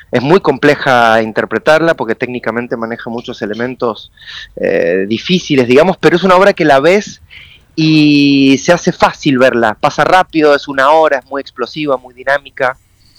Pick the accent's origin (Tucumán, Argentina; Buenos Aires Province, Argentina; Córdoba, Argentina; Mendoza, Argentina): Mendoza, Argentina; soy mendocino